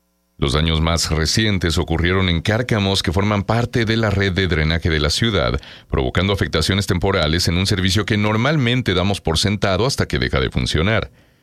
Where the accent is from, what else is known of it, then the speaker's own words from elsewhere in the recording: Chihuahua, Mexico; born there; now in Torreón, Mexico; cuando era niño en Chihuahua